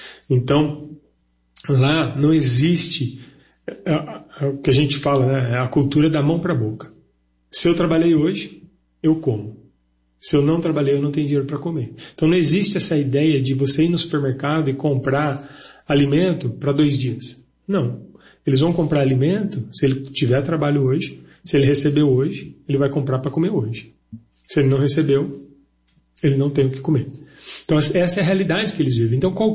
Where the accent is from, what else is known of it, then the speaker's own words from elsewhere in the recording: Brazil; Eu, como um bom brasileiro